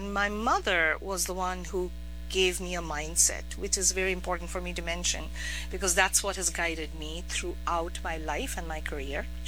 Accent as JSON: {"language": "English", "country": "India", "tie": "born or raised there", "said": "I was born in India X decades ago. I won't tell you how many decades ago. I grew up with a very sort of broad mindset."}